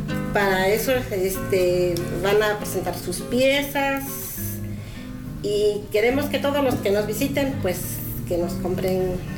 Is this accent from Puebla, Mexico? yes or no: yes; Los Reyes Metzontla, Puebla, Mexico; soy de los Reyes Metzoncla y soy artesana.